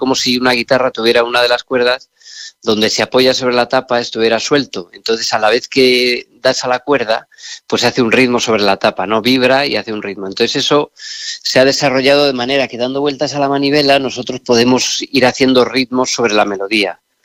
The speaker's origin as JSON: {"language": "Spanish", "region": "Castile and León", "country": "Spain", "moved": "yes", "lives_now": "Galicia, Spain", "said": "nosotros llevamos muchos años ya pues en Galicia, yo viviendo en este caso porque soy de Castilla y León"}